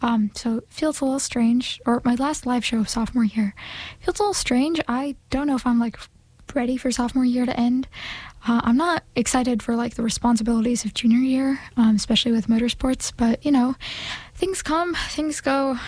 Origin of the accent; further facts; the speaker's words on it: California, United States; I'm also from California